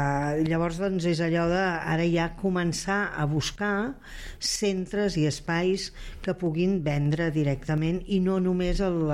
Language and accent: Catalan; Catalonia, Spain; I jo, com a bona catalana, vaig preguntar, el preu és el mateix?